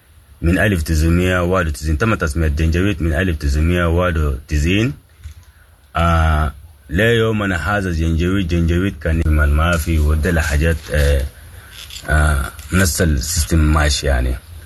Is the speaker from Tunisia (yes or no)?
no; Sudan; نعم نحن قاعدين نتابعوا كسودانيين وفقدنا الوطن نتالب عن قضايانا